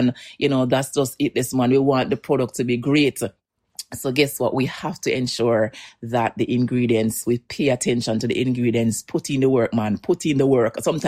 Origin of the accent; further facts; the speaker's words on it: Jamaica; now in Newfoundland and Labrador, Canada; I am from Jamaica for sure, but I live in Newfoundland and Labrador, Canada.